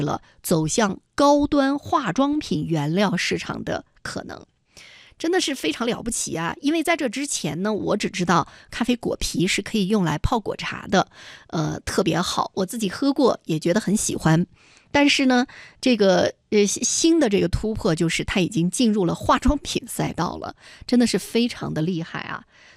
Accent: Yunnan, China; 但是我们云南人是不满足于此的。

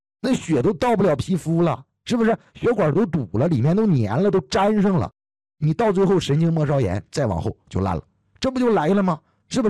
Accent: Northeast China, China; 我是东北人啊，我们东北老家有一句话

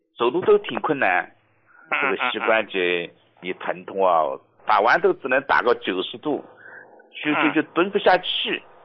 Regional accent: Nantong, Jiangsu, China; 我来自江苏南通的。

